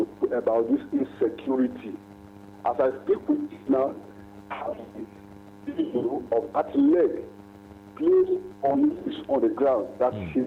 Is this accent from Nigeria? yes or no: yes; Edo, Nigeria; moved away; my hometown in Edo State, Akoko Edo local government